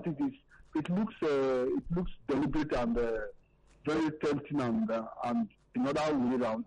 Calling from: Ikeja, Lagos, Nigeria; I'm calling from Ikeja.

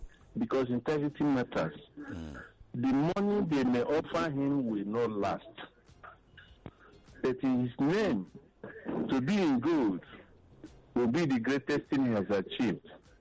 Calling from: Nigeria; I'm calling from Idumu.

